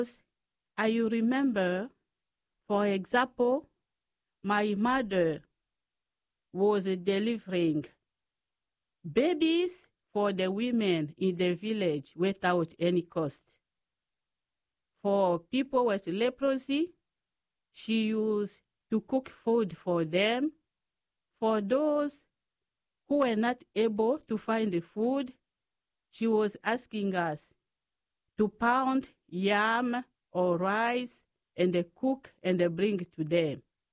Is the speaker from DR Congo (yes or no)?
yes; Wembonyama, DR Congo; English is a second language; moved away as an adult; also born or lived in Omaha, Nebraska; now in United States; I was born in Congo, in Africa, in a small village called Wembonyama. In that village, we do not have no electricity, no running water.